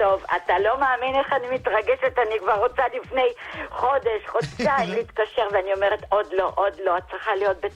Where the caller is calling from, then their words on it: Bat Yam, Tel Aviv District, Israel; מבת ים, אני בת 80, סבתא לשמונה נכדים.